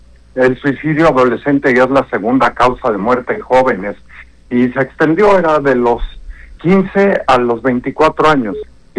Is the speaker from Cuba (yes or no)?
no; Mexico; Pues somos mexicanos, ¿no?